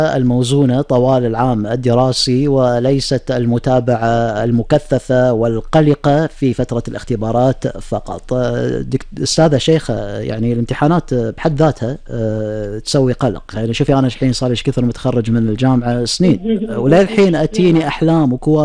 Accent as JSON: {"language": "Arabic", "country": "Kuwait"}